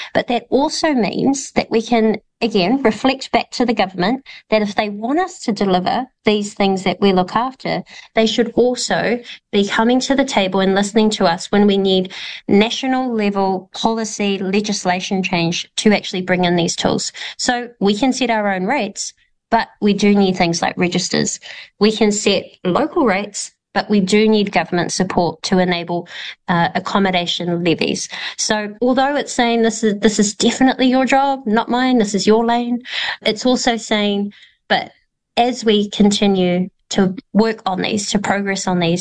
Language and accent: English; New Zealand; You know, you go overseas anywhere and you say, I'm from New Zealand, and they go, ah, the haka.